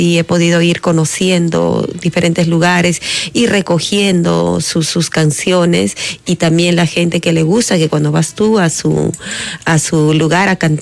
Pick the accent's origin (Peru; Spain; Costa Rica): Peru; Andahuaylas, Apurímac; mi tierra, que es Andahuaylas